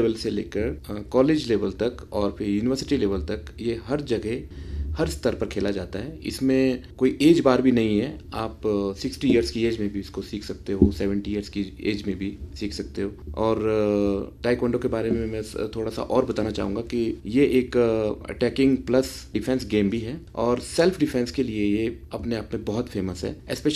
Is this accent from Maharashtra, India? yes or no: no; Paonta Sahib, Himachal Pradesh, India; now in Shimla, India; मैं basically district Sirmaur का रहने वाला हूँ, पांवटा साहिब से, और आजकल मैं एस DSP ट्रैफिक शिमला में कार्यरत हूँ।